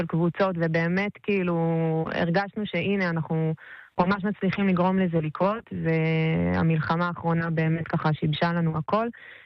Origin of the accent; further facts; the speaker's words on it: Yiftah, Northern District, Israel; אנחנו היינו מפונים, אנחנו מקיבוץ יפתח, זה ממש על גבול לבנון